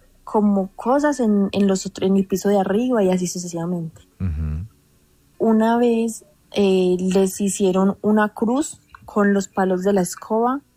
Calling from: Sevilla, Valle del Cauca, Colombia; yo soy de Sevilla Valle

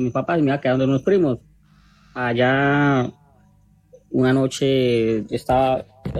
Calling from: Guamal, Meta, Colombia; yo soy por acá del Meta, de los Llanos Orientales, más exactamente de Guamal Meta.

